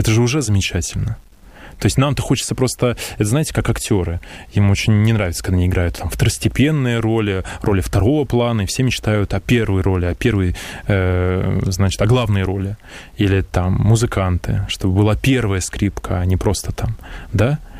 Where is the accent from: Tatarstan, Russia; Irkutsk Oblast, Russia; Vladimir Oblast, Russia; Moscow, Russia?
Moscow, Russia; И мы привыкли, москвичи